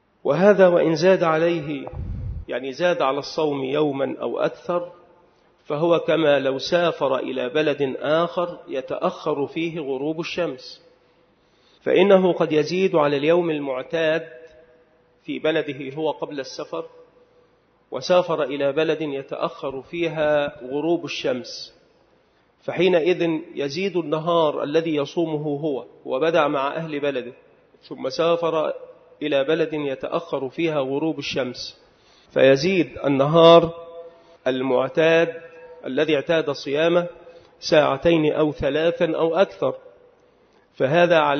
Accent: Egypt

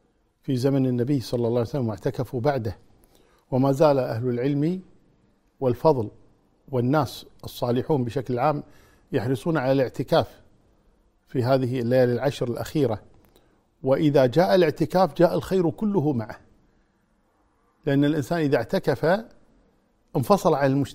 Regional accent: Kuwait

